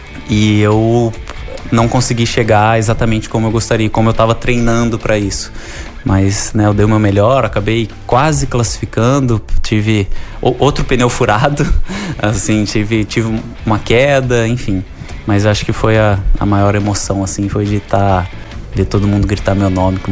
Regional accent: Brazil; now in Rio de Janeiro, Brazil; mesmo sendo brasileiro

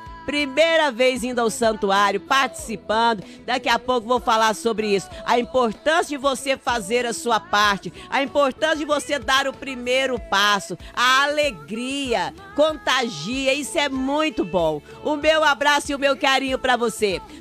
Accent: Uberaba, Minas Gerais, Brazil; moved away; lá na minha terra Uberaba

